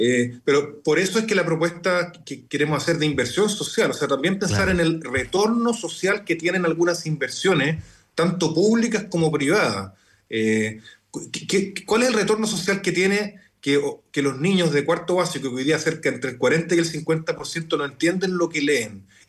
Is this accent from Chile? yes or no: yes; Chile; somos los chilenos y chilenas, quienes vivimos acá